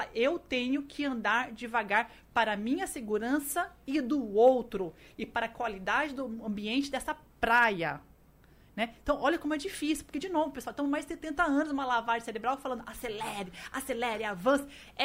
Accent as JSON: {"language": "Portuguese", "country": "Brazil", "said": "a gente é brasileiro. A gente tá morando numa cidade."}